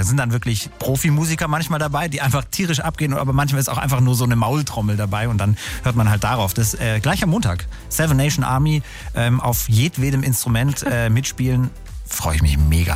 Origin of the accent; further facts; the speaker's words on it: Schwieberdingen, Baden-Württemberg, Germany; Am Mittwoch fast in meiner Heimat in Schwieberdingen im Kreis Ludwigsburg.